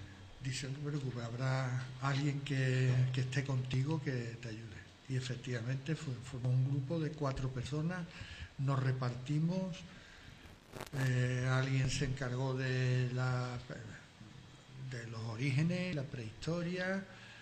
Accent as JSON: {"language": "Spanish", "town": "Seville", "region": "Andalusia", "country": "Spain", "said": "Yo soy de Sevilla."}